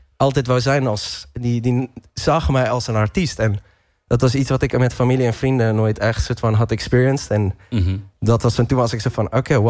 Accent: South Africa; Ik ben opgegroeid in Zuid-Afrika.

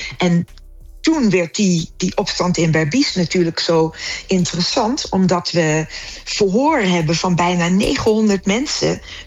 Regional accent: Netherlands

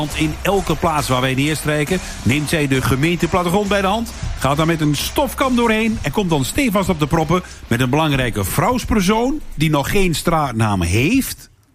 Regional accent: Enschede, Overijssel, Netherlands; Ik kom zelf uit Enschede

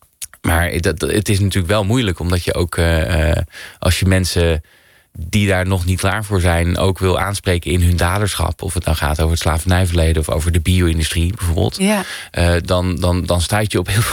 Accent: Netherlands; En we zijn als Nederlanders toch wel erg gevoelig voor het gevoel, er wordt ons iets afgepakt, terwijl we het eigenlijk heel erg goed hebben.

